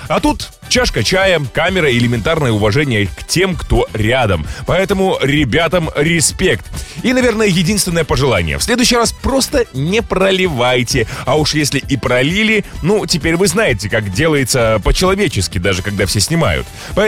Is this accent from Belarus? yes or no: yes; Belarus; мы, белорусы и монголы, ну, если копнуть, почти родня, да?